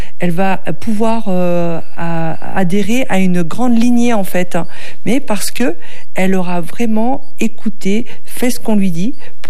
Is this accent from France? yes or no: yes; France; sache que je suis une Française, je sais comment fonctionne la France